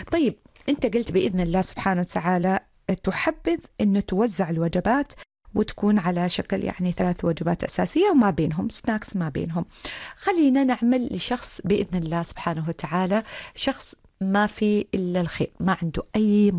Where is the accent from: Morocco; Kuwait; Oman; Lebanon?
Oman; إحنا تو عمانيين